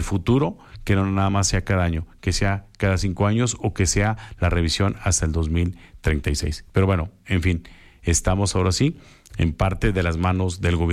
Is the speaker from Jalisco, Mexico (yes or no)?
no; Aguascalientes, Mexico; lo que nos puede afectar a nosotros como mexicanos y sobre todo como aguascalentenses